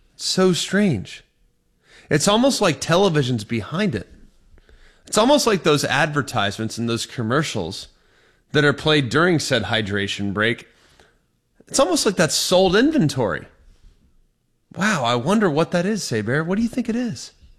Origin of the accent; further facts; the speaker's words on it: California, United States; We had access to it growing up in California at, I don't know, from till I was 10 years old, we had access to soccer.